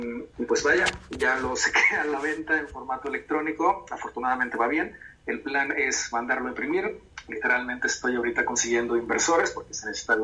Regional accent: Mexico; voy a comenzar una gira nacional aquí en mi país

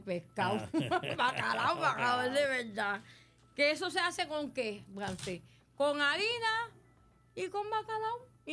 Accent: Cataño, Puerto Rico; soy de Cataño, nací aquí, me crié aquí.

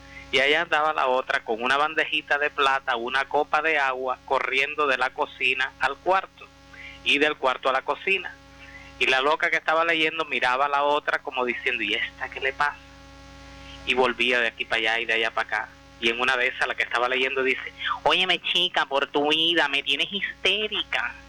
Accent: Sagua la Grande, Villa Clara, Cuba; moved away as an adult; now in Miami, United States; Yo soy de Sagua, la Grande de las Villas

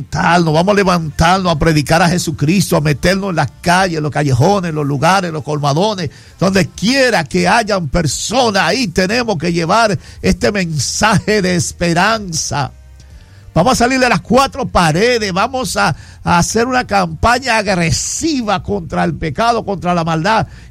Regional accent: Dominican Republic; Yo siento un peso grande por mi país. ¿Cuánto aman esta República Dominicana?

